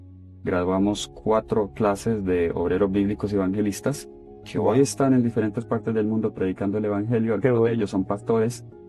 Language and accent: Spanish; Cali, Valle del Cauca, Colombia; moved away as an adult; now in California, United States; Bueno, yo soy originalmente de Colombia. Nací en la ciudad de Cali, Colombia. Allí crecí. Tuve el privilegio de tener padres adventistas que me enseñaron esta fe, el mensaje adventista desde muy niño.